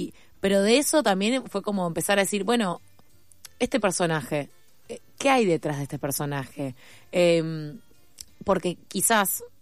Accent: San Isidro, Buenos Aires Province, Argentina; Yo soy de San Isidro.

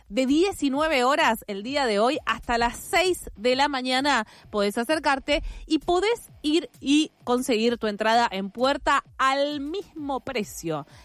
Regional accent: La Matanza, Buenos Aires Province, Argentina; now in Buenos Aires, Argentina; esto es muy de matancera huerfanita

